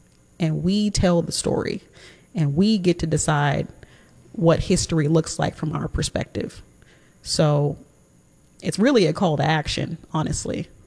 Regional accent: Seattle, Washington, United States; I'm from Seattle.

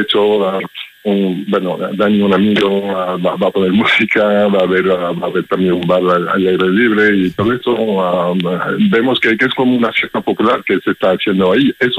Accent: Belgium; Spanish is a second language; now in Spain

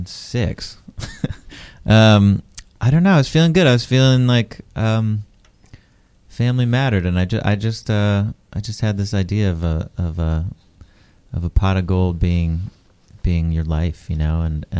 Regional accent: Knoxville, Tennessee, United States; moved away as an adult; now in Nashville, United States; I grew up in Knoxville and moved to Nashville about 10 years ago.

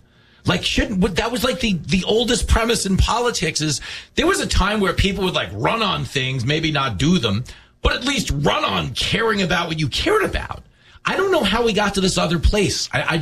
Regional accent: Levittown, New York, United States; I grew up in Levittown at a time when there was this collective civic pride that I feel like is lacking.

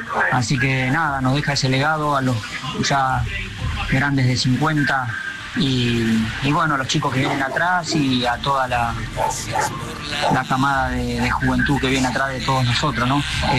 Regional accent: Argentina; Nada, tristeza, creo, como argentino en todos lados y en cada rincón del país.

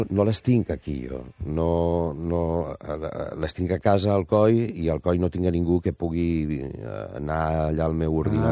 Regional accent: Alcoy, Valencian Community, Spain; em van trucar perquè el comerç de proximitat del meu poble, d'Alcoi, necessitava recolzament.

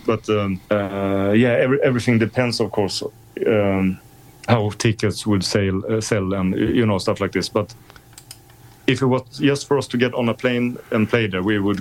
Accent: Sweden; we're from Sweden.

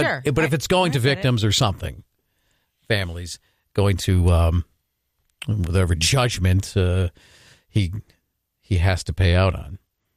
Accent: New England, United States; now in Maine, United States; growing up in New England

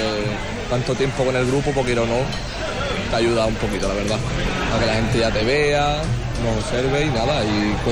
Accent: Ayamonte, Andalusia, Spain

